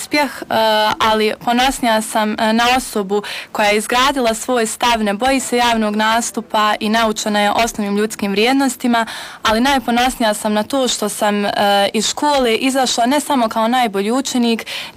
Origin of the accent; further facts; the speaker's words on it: Vareš, Federation of Bosnia and Herzegovina, Bosnia & Herzegovina; also born or lived in Sarajevo; rođena sam 2007. godine u Sarajevu, odrasla sam i školovala se u Varaš Majdanu i Varešu.